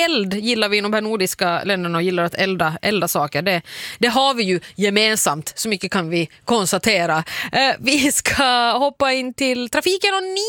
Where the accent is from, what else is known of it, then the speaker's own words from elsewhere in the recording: Finland; moved away as an adult; now in Sweden; när jag fortfarande bodde hemma i Finland. Jag flyttade till Sverige 2014. Men född och uppvuxen där.